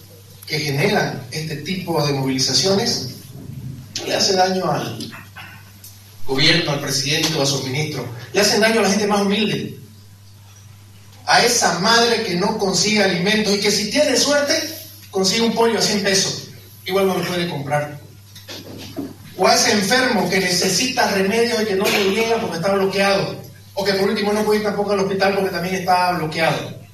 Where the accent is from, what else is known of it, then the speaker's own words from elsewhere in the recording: Santa Cruz, Bolivia; Somos cruceños y somos bolivianos.